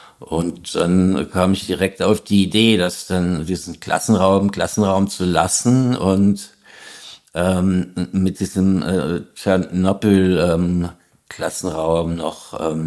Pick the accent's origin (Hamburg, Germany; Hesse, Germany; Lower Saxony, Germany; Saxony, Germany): Hesse, Germany; Naja, bei uns gab's halt dieses Kernkraftwerk Biblis in der Nähe, wo ich aufgewachsen bin.